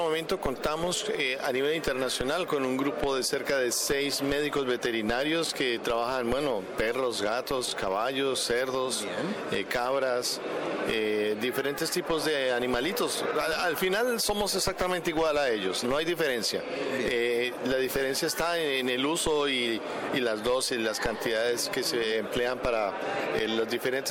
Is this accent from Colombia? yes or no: yes; Colombia; soy de Colombia.